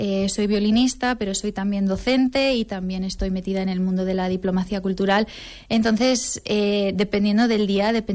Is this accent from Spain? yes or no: yes; Teruel, Aragon, Spain; te dicen, ay, ¿de dónde eres? ¿De España? Y le digo, sí, pero soy de Teruel.